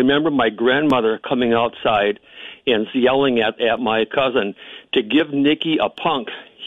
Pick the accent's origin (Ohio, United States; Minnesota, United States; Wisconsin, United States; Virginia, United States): Minnesota, United States; Freeborn; And I grew up in Freeborn, Minnesota, down by Albert Lee.